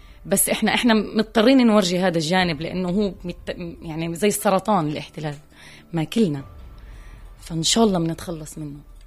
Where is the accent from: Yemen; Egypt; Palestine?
Palestine; كل فخر أنه أنا فلسطيني، يعني نيال الفلسطيني،